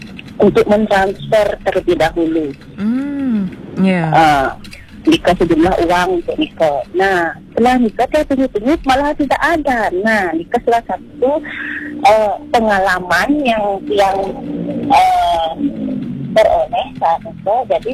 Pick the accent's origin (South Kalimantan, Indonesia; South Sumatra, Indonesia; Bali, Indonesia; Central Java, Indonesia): Bali, Indonesia; Gianyar; Nah, kebetulan kita dari Gianyar.